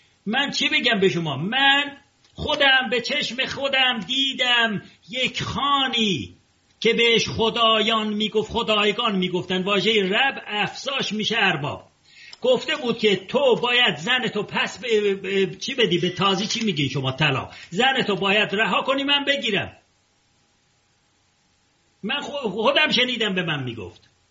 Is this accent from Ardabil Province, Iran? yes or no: yes; Ardabil, Ardabil Province, Iran; مانند من اردبیلی هستم،